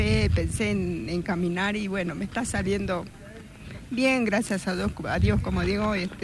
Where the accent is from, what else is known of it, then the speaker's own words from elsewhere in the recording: Brealito, Salta, Argentina; moved away; also born or lived in Buenos Aires; vine desde, digamos, nací ahí, me crié y luego me fui y luego volví.